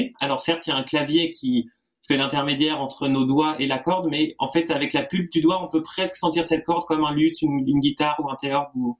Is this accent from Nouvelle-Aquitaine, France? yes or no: no; Angers, Pays de la Loire, France; J'étais dans la maîtrise de mon conservatoire à Angers, là où j'ai grandi